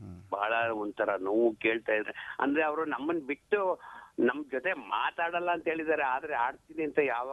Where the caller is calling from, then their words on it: Heggadadevankote, Karnataka, India; ನಮ್ಮ ಇಡೀ ತಾಲೂಕಿಗೆ ಒಂದು ಅಭಿಮಾನ ಆಯ್ತು. HD Kote ತಾಲೂಕು ಅಂತಂದ್ರೆ ನಮ್ಗೊಂದು ಹೆಮ್ಮೆ.